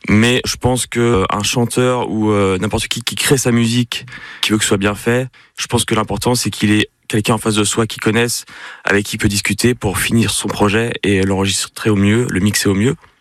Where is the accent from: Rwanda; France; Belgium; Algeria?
France; Parthenay, Nouvelle-Aquitaine; now in Poitiers, France; En fait j'ai grandi à Parthenay, je suis venu ici pour les études et je suis resté ici